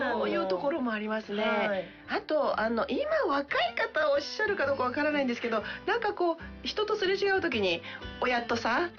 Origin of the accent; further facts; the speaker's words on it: Kagoshima, Japan; 私のふるさと鹿児島のですね、はい、方々は、はい、とてもこう人がおおらか で親切で明るくて前向きで